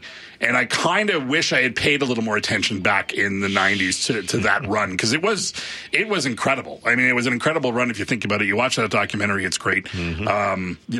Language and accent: English; Montreal, Quebec, Canada; also born or lived in Toronto; growing up in Montreal and Toronto, and basketball was a big deal.